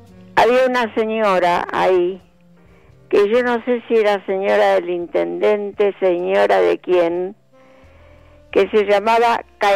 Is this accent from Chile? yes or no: no; Buenos Aires, Argentina; Yo soy de acá, de Capital Federal.